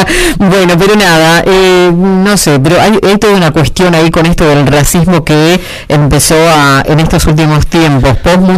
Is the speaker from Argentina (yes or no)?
yes; Argentina; somos argentinos